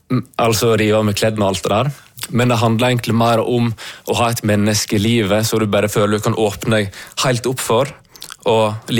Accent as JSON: {"language": "Norwegian", "town": "Leikanger", "region": "Vestland", "country": "Norway", "said": "Jeg kommer nå fra Elitabysa til Leikanger"}